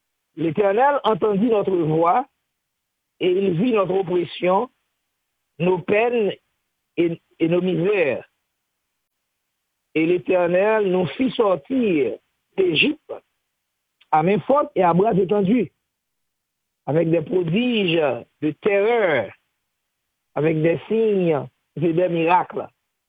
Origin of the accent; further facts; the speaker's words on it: Port-au-Prince, Ouest, Haiti; on a grandi dans Port-au-Prince, les années 80, 81, peut-être, 82.